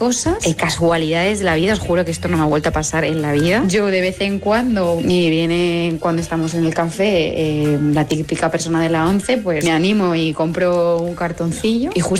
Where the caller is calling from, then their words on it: Madrid, Community of Madrid, Spain; Hola, Jaime. Hola, Fran. … de Madrid.